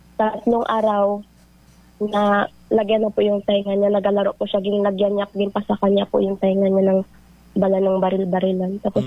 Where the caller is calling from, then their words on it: Aborlan, Mimaropa, Philippines; Taga Kabigaan po. Barangay Kabigaan. Municipality po of Aborlan.